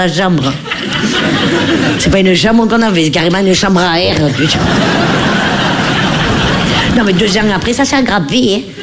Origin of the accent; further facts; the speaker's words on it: Nice, Provence-Alpes-Côte d'Azur, France; Puis moi, je l'ai fait comme on l'a fait chez nous à Nice, à la pomme de terre.